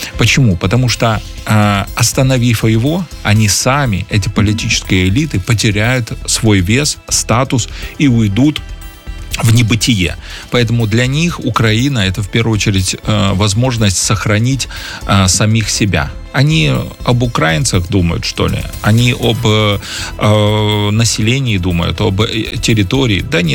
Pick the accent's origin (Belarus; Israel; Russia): Belarus; Мы, белорусы, в рамках союзного государства всегда поддерживаем, развиваем отношения и всегда рядом.